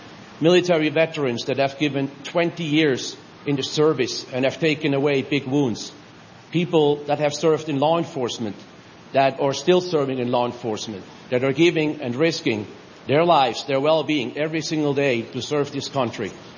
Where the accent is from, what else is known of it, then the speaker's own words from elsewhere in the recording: Switzerland; moved away as an adult; now in United States; I was born and raised in Switzerland.